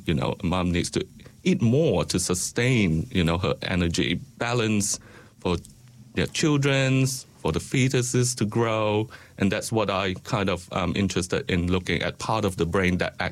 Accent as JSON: {"language": "English", "country": "Malaysia", "moved": "as an adult", "lives_now": "New Zealand", "said": "So I'm originally from Malaysia. I arrived here in New Zealand 22 years ago."}